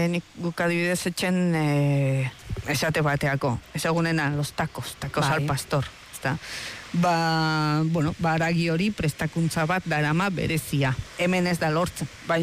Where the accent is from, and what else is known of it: Mexico